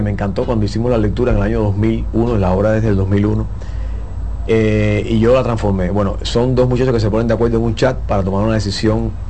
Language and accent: Spanish; Cuba; now in Dominican Republic; un cubano dominicano.